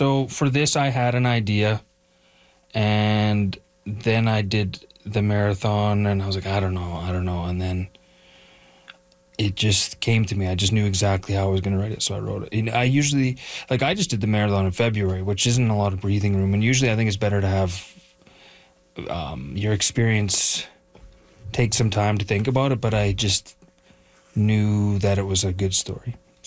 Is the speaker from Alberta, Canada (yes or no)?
yes; Edmonton, Alberta, Canada; I'm from Edmonton. I live in Leduc, which is right outside Edmonton.